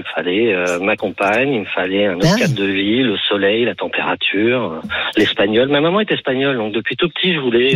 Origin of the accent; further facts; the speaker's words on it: Paris, Île-de-France, France; moved away as an adult; now in Spain; J'adore Paris, c'est ma ville. Je suis parisien